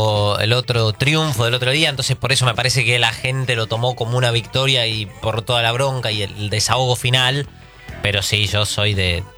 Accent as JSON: {"language": "Spanish", "country": "Colombia", "moved": "yes", "lives_now": "Argentina", "said": "Sí, yo soy colombiano."}